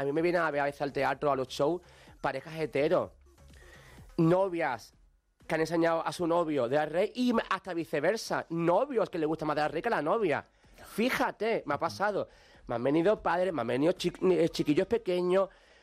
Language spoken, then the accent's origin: Spanish; Alcalá de los Gazules, Andalusia, Spain